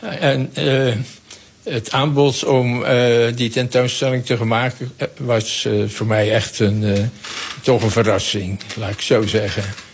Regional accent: Rotterdam, South Holland, Netherlands; Ik ben Rotterdammer.

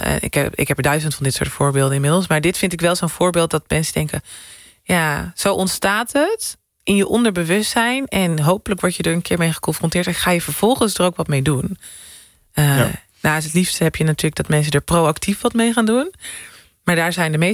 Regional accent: Haarlem, North Holland, Netherlands; also born or lived in Amsterdam; ik kom uit Amsterdam. Dan zeggen mensen, maar waar kom je echt vandaan? Mm-hmm. En dan zeg ik, kom uit Haarlem.

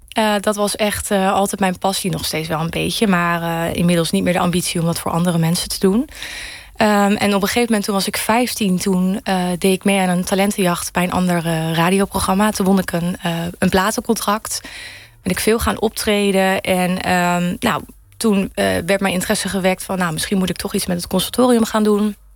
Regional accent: Apeldoorn, Gelderland, Netherlands; Geboren en getogen in Apeldoorn.

